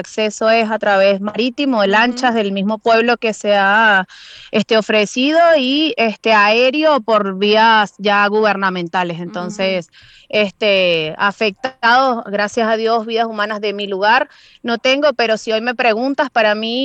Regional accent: Venezuela; moved away as an adult; also born or lived in Córdoba, Argentina; now in Alta Gracia, Argentina; Sí, soy venezolana, tengo 9 años en la Argentina, duré 4 años en Córdoba y tengo 5 años en Altagracia.

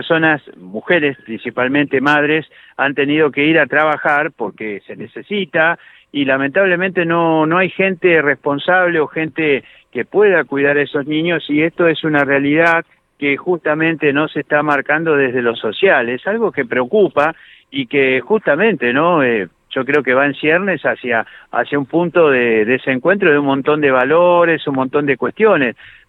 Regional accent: Argentina

